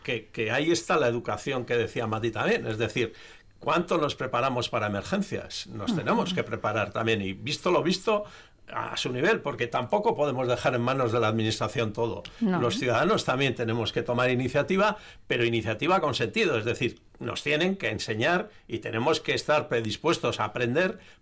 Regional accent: Basque Country, Spain; born there

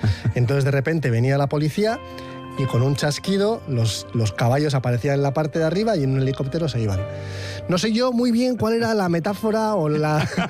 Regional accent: Getxo, Basque Country, Spain; born or raised there

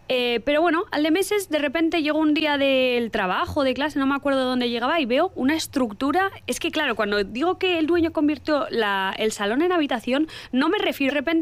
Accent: Morocco; now in Vitoria-Gasteiz, Spain; soy marroquí

